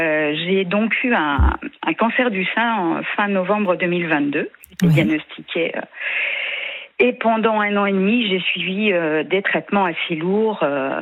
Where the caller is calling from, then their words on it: Pays de la Loire, France; Je suis en Vendée.